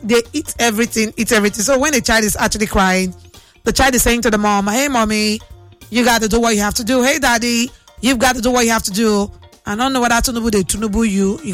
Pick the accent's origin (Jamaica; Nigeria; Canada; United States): Nigeria; Ogume, Delta; I'm from Delta State. Okay. My mom and my dad, they are from Delta. And I am from a community in Delta State called Ogume. And Ogume is in a place It's under a local government they call Ndokwa West Local Government Area. So that is why sometimes you hear me, I speak my language.